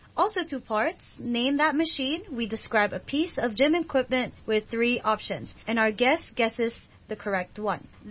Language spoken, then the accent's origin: English; Hong Kong; I am a Filipino, raised in Hong Kong